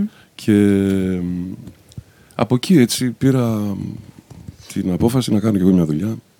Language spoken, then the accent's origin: Greek; Crete, Greece; Μια και είμαστε από την Κρήτη